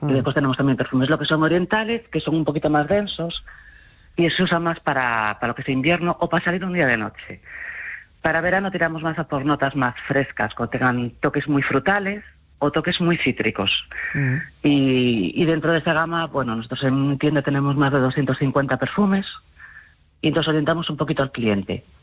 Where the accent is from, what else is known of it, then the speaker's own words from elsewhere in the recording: Ferrol, Galicia, Spain; Playas. Playas, mar, acantilados. Fue un poco eso, recordarme a mi zona, a mi tierra.